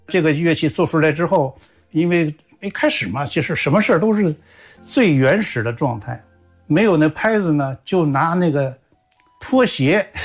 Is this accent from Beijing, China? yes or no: yes; Beijing, China; 我是北京人